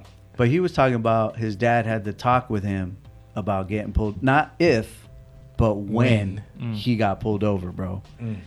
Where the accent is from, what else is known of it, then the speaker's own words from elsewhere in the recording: Corona, California, United States; also born or lived in San Bernardino; I grew up in Corona probably from, what, my fourth grade year to my freshman year of high school. And then we moved to San Bernardino.